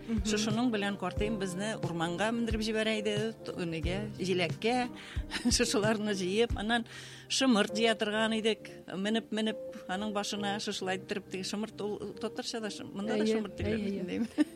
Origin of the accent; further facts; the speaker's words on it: Bashkortostan, Russia; also born or lived in Ufa; Менә мин Башкортстан дигән сүздән Уфа каласында туганмын. Вообще-то. Шуннан соң менә Уфа кызы дип әйтергә дә була. Аннан соң инде безнең әниләр, әтиләр өнеге Кушнарин районына күчеп килгәннәр.